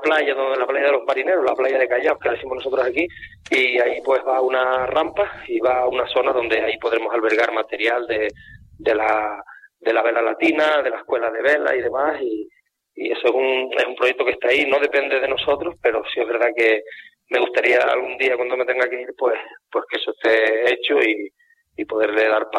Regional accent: Canary Islands, Spain; somos una isla, somos 7, 8 islas, y estamos rodeadas de mar

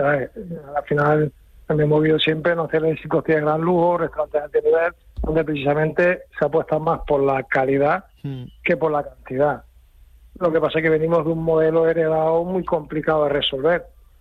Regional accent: Canary Islands, Spain; al final yo soy un canario que trabaja en Mallorca 8 meses al año y tengo que tener respeto absoluto por esta tierra que me ha acogido

